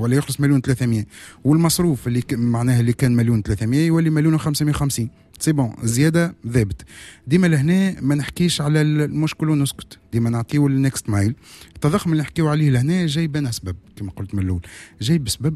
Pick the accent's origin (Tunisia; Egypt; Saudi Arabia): Tunisia; عندنا في تونس